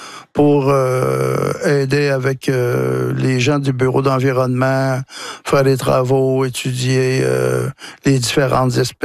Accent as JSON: {"language": "French", "town": "Trois-Rivières", "region": "Quebec", "country": "Canada", "tie": "born there", "said": "En fait, mon père est originaire de Wolinak. Je suis né à Trois-Rivières, mais on passait tous nos étés le long de la rivière."}